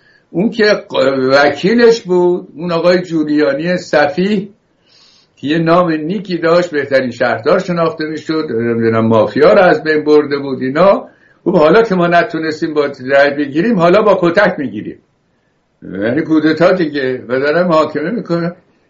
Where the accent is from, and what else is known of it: Iran; moved away as an adult; now in United States